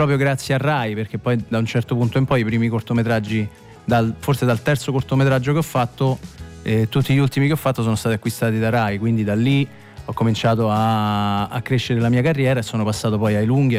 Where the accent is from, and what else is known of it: Rome, Lazio, Italy